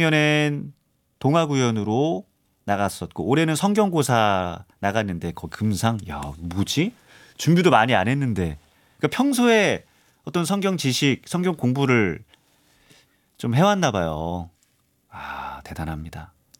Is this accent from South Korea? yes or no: yes; Yeongcheon, North Gyeongsang, South Korea; 제 고향이 또 경북 영천이라 딸에게 부탁했습니다.